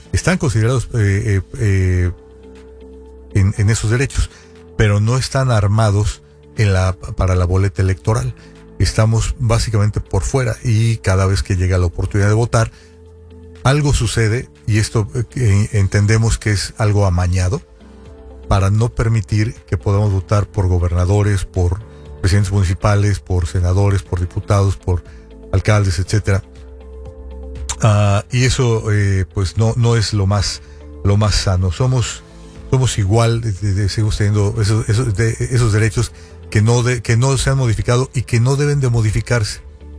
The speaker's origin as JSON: {"language": "Spanish", "country": "Mexico", "moved": "yes", "said": "de los derechos políticos plenos de los mexicanos que vivimos en el extranjero."}